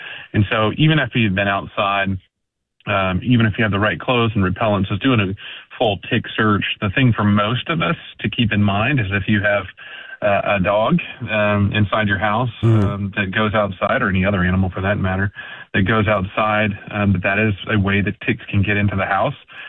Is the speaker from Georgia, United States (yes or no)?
yes; Atlanta, Georgia, United States; born there; moved away; also born or lived in East Tennessee; growing up in Atlanta, Georgia, and then East Tennessee.